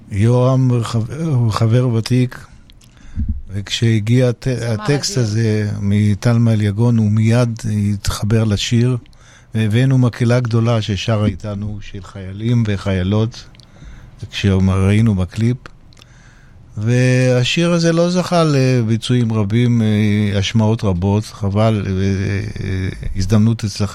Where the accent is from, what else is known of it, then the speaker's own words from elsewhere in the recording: Haifa, Haifa District, Israel; born there; וגם אני נולדתי בחיפה